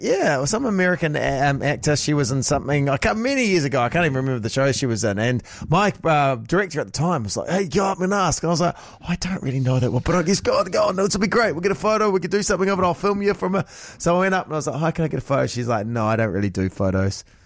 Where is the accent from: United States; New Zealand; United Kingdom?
New Zealand; I'm from New Zealand.